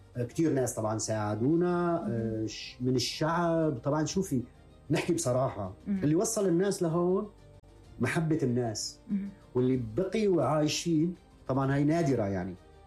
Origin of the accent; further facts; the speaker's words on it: Syria; استشهدوا في مجزرة شهيرة اسمها مجزرة بودمايا في قريتنا.